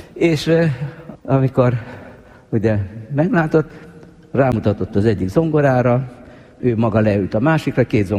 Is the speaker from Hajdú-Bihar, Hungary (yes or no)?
yes; Debrecen, Hajdú-Bihar, Hungary; debreceni kisiskolás, jártam az debreceni zenedébe